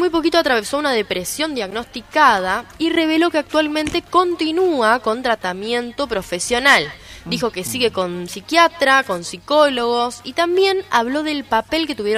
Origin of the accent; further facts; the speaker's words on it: Argentina; porque somos argentinos y porque lo amamos mucho.